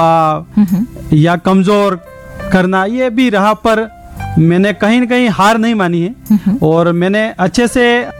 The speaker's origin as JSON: {"language": "Hindi", "town": "Sundrav", "region": "Rajasthan", "country": "India", "tie": "born or raised there", "said": "ग्रामीण क्षेत्र में ही रहने वाले हैं पूरा परिवार, और मेरा जन्म ही वही सुंदराव में ही हुआ है।"}